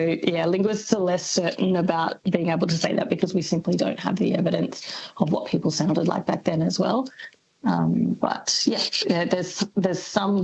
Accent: Melbourne, Victoria, Australia; when I grew up in Melbourne, I would say dance and castle.

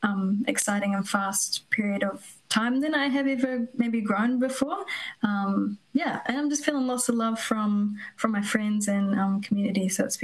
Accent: New Zealand; learning growing up in New Zealand, and being a young female

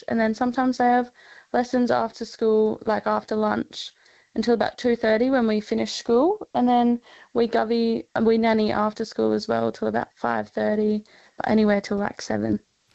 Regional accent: Katherine, Northern Territory, Australia; No, so I'm from originally from Katherine.

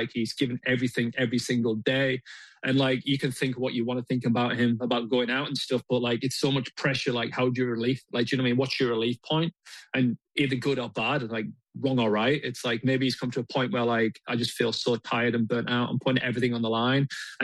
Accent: Durham, North East England, United Kingdom; I've played with him since, as you just said, Alison, as a kid growing up in Durham

